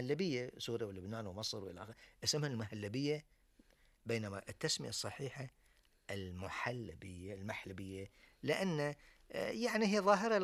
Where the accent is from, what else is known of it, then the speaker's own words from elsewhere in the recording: Bahrain; إحنا كبحرينيين